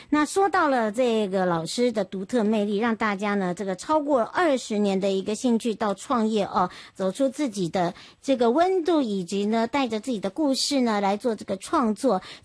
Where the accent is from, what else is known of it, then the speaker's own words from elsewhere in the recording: Hualien County, Taiwan; 回到我的故乡花东纵谷